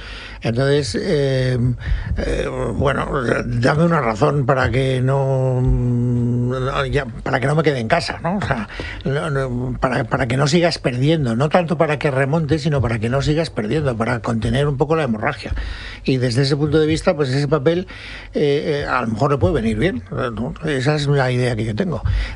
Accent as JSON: {"language": "Spanish", "country": "Spain", "said": "estamos hablando de España porque somos españoles"}